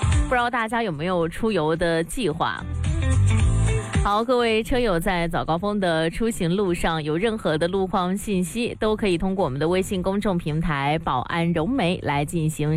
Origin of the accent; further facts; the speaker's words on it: Guangdong, China; 作为土生土长的广东人